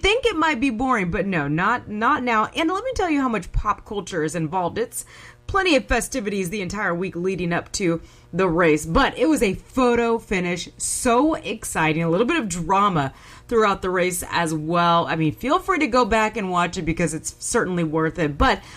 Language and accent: English; Indiana, United States; I was born and raised in Indiana, so it's in my blood